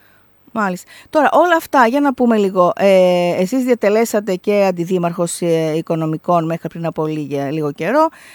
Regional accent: Nigrita, Central Macedonia, Greece; εκεί στην ιδιαίτερη πατρίδα μου, στην Νιγρήτα.

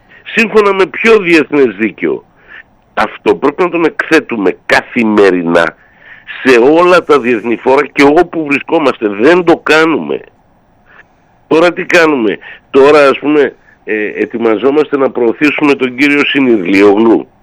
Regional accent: Greece; σαν Έλληνας

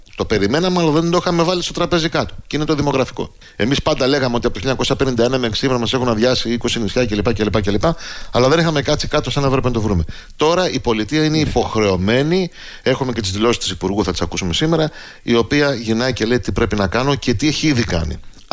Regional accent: Hydra, Attica, Greece; Είμαι από την Ίδρα, είμαι ένα από τα 4, βάζω και την Κάσο μέσα γι' αυτό, 4 ηρωικότερα νησιά

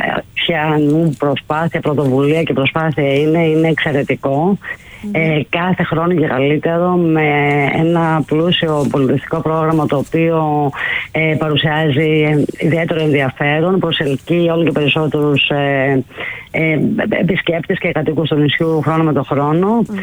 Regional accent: Sifnos, South Aegean, Greece; Γεννήθηκα στη ΣΥΦΝΟ. Ναι. Είμαι από τη ΣΥΦΝΟ και γεννήθηκα στο σπίτι που μένω μέχρι σήμερα.

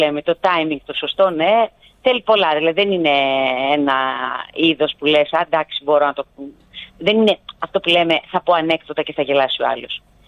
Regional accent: Chios, North Aegean, Greece; also born or lived in Pelion; γιατί είμαι χιώτισσα η καταγωγή, αλλά είμαι και πηλιορίτισσα. Έχω δύο αγαπημένους τόπους

